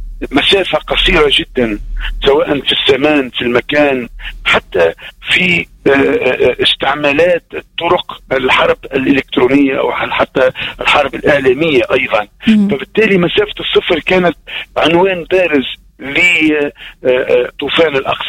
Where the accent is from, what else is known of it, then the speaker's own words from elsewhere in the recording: Sfax, Sfax Governorate, Tunisia; born there; مسقط رأسي وهو صفاقس.